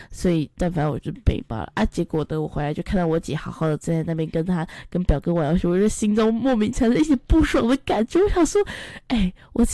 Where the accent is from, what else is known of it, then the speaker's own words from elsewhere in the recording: Qishan, Kaohsiung, Taiwan; moved away; 这次呢要回我的家乡东门国小。其实我不是东门国小校友，因为我是读旗山国小。